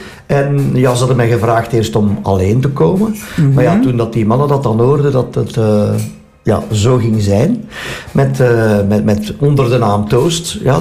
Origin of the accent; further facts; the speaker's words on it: Halle, Flanders, Belgium; born there; Ja, dat is eigenlijk begonnen in Halle, mijn geboortestad.